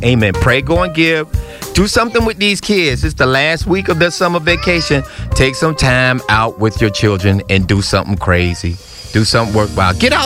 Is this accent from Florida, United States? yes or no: yes; Miami, Florida, United States; Growing up in Miami